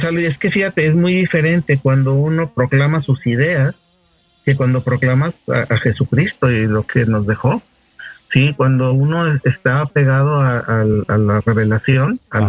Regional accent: Mexico; felicidades a todos los mexicanos, ¿verdad? Por esta celebración de nuestra independencia.

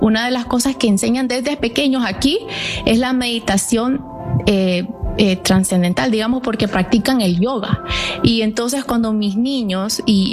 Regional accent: Toronto, Ontario, Canada; also born or lived in Nicaragua; Yo también salí de 7 años de Nicaragua, y interesante que nosotros venimos aquí, llegamos a Montreal y de ahí nos venimos para Toronto, y desde entonces pertenecemos a esta comunidad de la parroquia de Santo Tomás Moro, que queda en Scarborough

